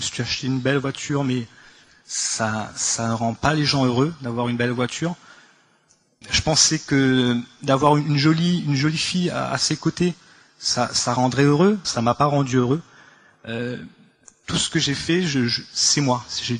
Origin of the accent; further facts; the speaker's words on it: Réunion; je viens de l'île de la Réunion